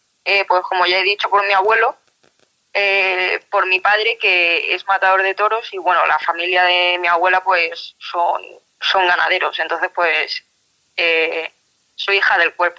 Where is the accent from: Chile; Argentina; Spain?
Spain; Madrid, Community of Madrid; Pues bueno, yo soy madrileña